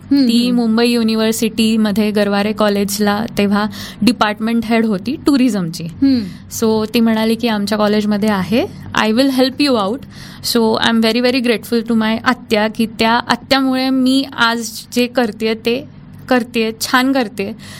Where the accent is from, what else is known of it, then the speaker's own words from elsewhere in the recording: Jalgaon, Maharashtra, India; माझं लहानपण जळगावातच झालं.